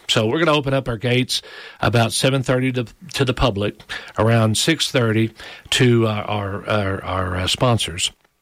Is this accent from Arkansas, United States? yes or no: yes; Paragould, Arkansas, United States; Now, I wasn't born in Perigold, but I've been there all but 3 years of my life. So I'm from Perigold.